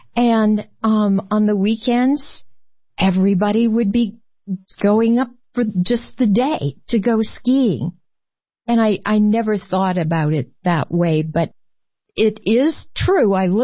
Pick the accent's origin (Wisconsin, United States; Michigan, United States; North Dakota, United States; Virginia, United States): Michigan, United States; it was my hometown in Michigan.